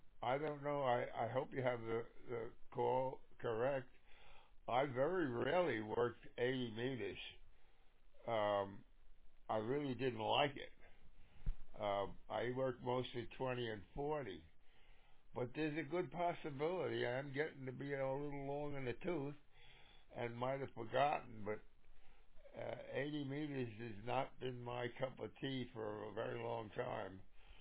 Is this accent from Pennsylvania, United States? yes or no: no; New York, United States; now in Vermont, United States; Radio Ocean Norway. I'm a transplant from Long Island to Vermont. I was living in Bayville on the North Shore near Oyster Bay, Glen Cove area.